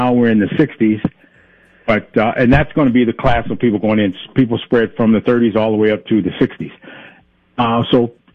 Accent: Flint, Michigan, United States; moved away; I'm born and raised in Flint, Michigan.

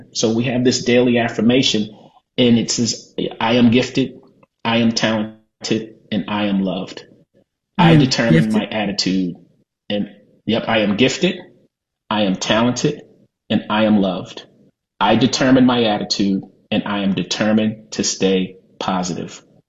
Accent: Baltimore, Maryland, United States; moved away; also born or lived in Los Angeles; growing up in Baltimore, being on the receiving end of excessive force by the police. My time living in LA, being on the receiving end of excessive force by the police.

